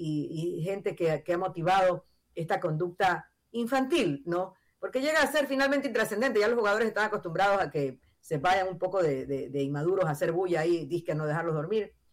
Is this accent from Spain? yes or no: no; Ecuador; como ecuatoriana quiero que mi selección gane